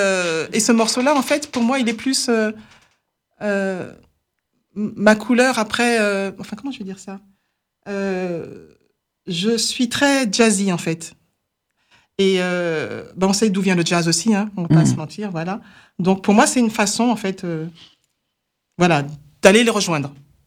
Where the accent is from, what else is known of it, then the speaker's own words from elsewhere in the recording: Martinique; parce que je suis martiniquaise